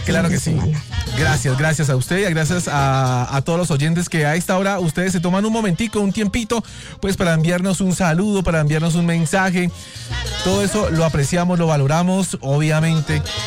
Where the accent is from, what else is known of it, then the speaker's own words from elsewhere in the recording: Bucaramanga, Santander, Colombia; Lo que pasa, mi querido Joy, es que yo soy de Bucaramanga.